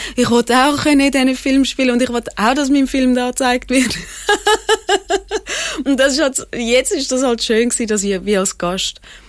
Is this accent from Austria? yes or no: no; Switzerland; accent: Swiss German; ich rede ja Schweizerdeutsch